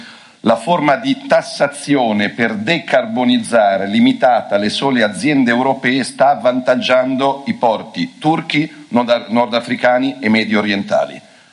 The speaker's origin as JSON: {"language": "Italian", "region": "Lombardy", "country": "Italy"}